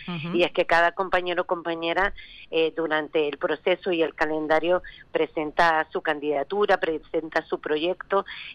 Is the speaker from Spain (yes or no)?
yes; Lanzarote, Canary Islands, Spain; born there; soy de Lanzarote, he nacido en Lanzarote, quiero vivir y durante toda mi vida en mi isla